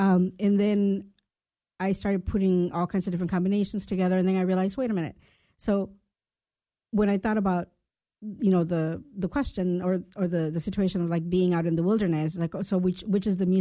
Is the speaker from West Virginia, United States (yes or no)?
no; Texas, United States; born there; moved away as an adult; also born or lived in Xalapa, Veracruz, Mexico / London, United Kingdom; now in Alaska, United States; Moved to Texas. I went to school in Texas. Left Texas as soon as I could. Went to Europe for a little while.